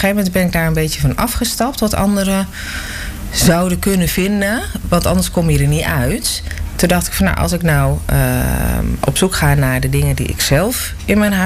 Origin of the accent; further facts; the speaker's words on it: Beilen, Drenthe, Netherlands; moved away as an adult; also born or lived in Amersfoort; now in Zuidwolde, Netherlands; Op een gegeven moment weer terug naar het noorden. Want ik kom zelf ook hier vandaan. Ik kom uit Bijlen